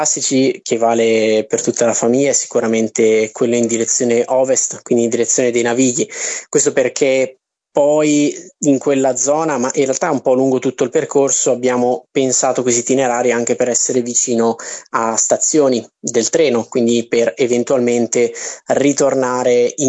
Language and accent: Italian; Limbiate, Lombardy, Italy; born there; io sono nato a Limbiate a 50 metri a Villoresi